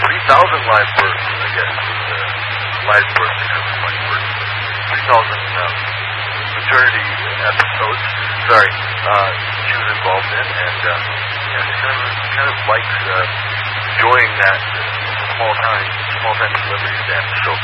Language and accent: English; Iowa, United States; She was an old teacher in my hometown of Iowa